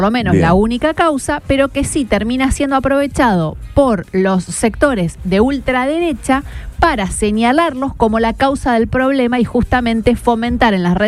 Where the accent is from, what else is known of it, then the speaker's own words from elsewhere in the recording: Argentina; Nosotros acá como argentinos estamos soportando esto